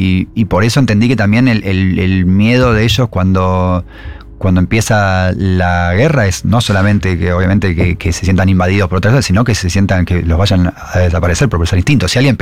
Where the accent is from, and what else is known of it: Argentina